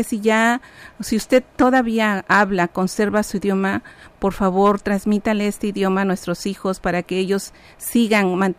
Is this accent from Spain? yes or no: no; Oaxaca, Mexico; esas conexiones tan importantes que tenemos como oaxaqueños que somos o como mexicanos que somos